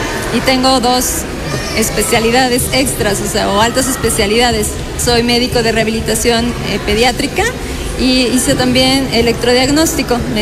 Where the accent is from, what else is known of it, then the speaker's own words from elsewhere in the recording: Cuernavaca, Morelos, Mexico; now in Puebla, Mexico; yo soy de Cuernavaca, Morelos.